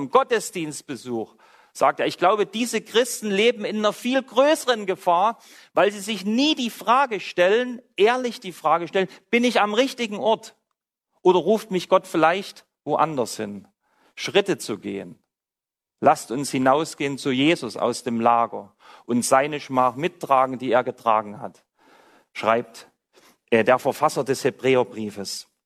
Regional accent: Saxony, Germany; hatte euch erzählt, dass ich aus Sachsen komme. Dort bin ich aufgewachsen.

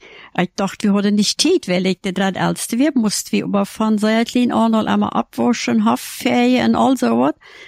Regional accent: Loma Plata, Boquerón, Paraguay; Ich wurde in Loma Plata geboren bei einer Hebamme im Dorf.

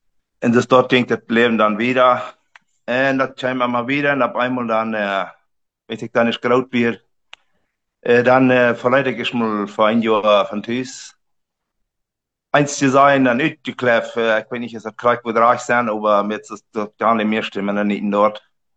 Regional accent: Riva Palacio, Santa Cruz, Bolivia; also born or lived in Mexico; Und wir sind, ich bin in Mexiko geboren und dann sind wir in Bolivien gekommen, 70. Und dann sind ich in der Knie abgewachsen, in den Riva Palacio Knie, bei den Vrechas, 8 Vrecha, da sind ich wirklich ganz abgewachsen.

